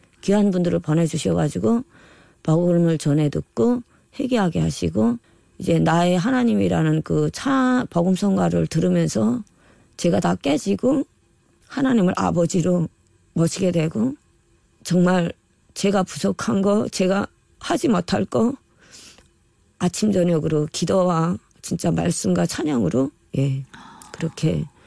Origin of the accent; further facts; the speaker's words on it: Gapsan, Ryanggang, North Korea; now in South Korea; 갑산에서 온